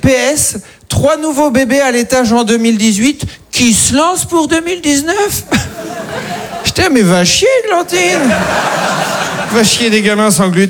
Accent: Caen, Normandy, France; also born or lived in Paris; now in Pantin, France; je viens de Caen, j'ai habité 10 ans à Paris, et là, je viens de déménager en banlieue.

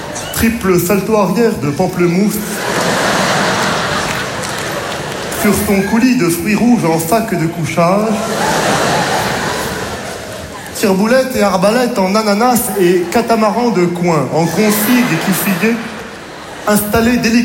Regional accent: Morocco; born there

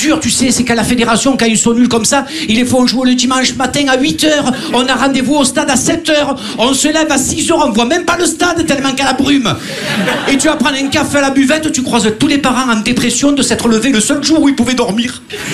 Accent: Marseille, Provence-Alpes-Côte d'Azur, France; accent: Marseille; on entend mon accent à chaque fois, on me parle de foot à Paris. Ah, Marseillais, ici c'est Paris

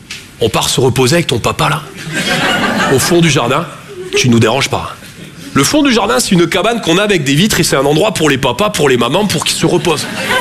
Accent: Toulouse, Occitanie, France; moved away

